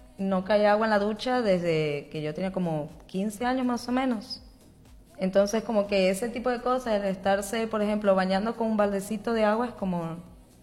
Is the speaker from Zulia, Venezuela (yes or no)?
yes; Maracaibo, Zulia, Venezuela; moved away as an adult; now in Santiago, Chile; Yo llegué en pleno invierno y yo no tenía ropa de invierno ni a palo porque en Venezuela, va, en Maracaibo no existe el invierno.